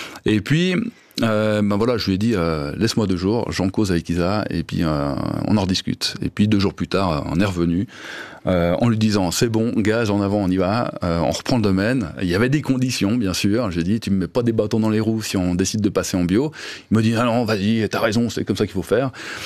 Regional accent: Denain, Hauts-de-France, France; moi je suis né à Denan, c'est là que j'ai fait ma vie.

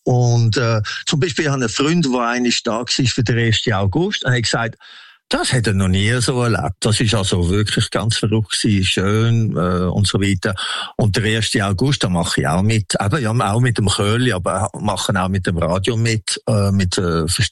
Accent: Switzerland; Meine Frau ist Belgierin und ich bin Schweizer.

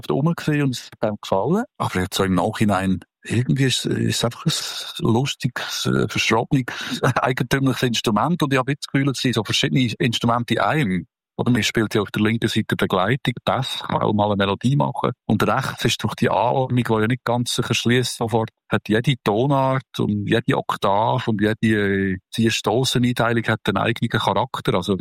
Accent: Basel-Landschaft, Switzerland; Pflanzwetz war ja damals auch schon ein Thema gewesen, im Waldenburgertal, wo ich aufgewachsen bin.

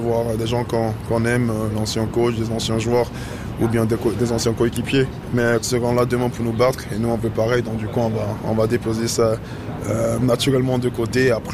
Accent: Switzerland; en tant que Suisse

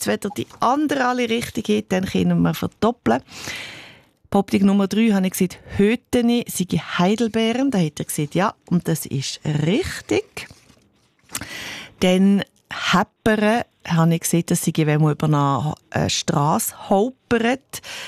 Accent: Sense District, Fribourg, Switzerland; accent: Seislerdeutsch; Ich rede Seislerdeutsch. So wie man einem Teil von Deutsch-Fribourg redet, rund 30 bis 40.000 Leute reden so wie ich Seislerdeutsch.

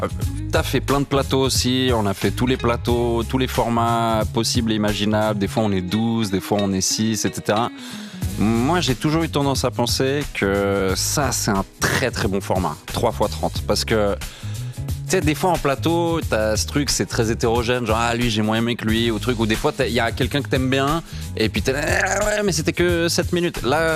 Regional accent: Fribourg, Switzerland; tu dis que je viens d'un canton qui est typiquement suisse, parce que je viens de Fribourg.

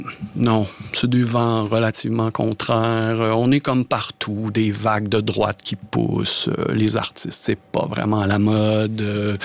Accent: Quebec, Canada; accent: Quebec; Et comme au Québec, on est un petit peu particulier parce que c'est l'Amérique, on a notre accent

